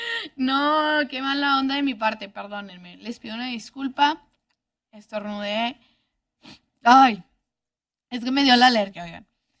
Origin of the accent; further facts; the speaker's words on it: Mexico; Soy mexicana y solo no me pongo una venda en los ojos de lo que realmente México es.